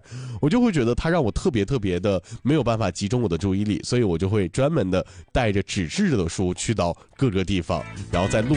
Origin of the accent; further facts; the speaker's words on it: Dalian, Liaoning, China; 我作为一个大连人我没有听过这样的一个词